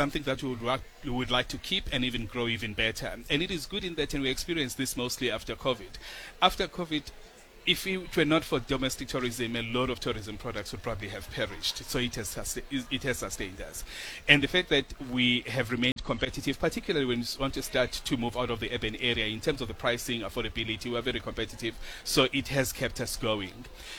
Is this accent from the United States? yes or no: no; South Africa; I want to experience Malawi being a South African because it's a different place.